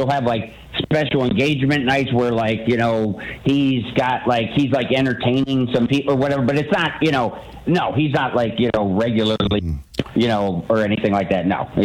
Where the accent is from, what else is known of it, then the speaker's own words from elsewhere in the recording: Ohio, United States; I mean, I grew up in Ohio. So I know what like cold winters are like.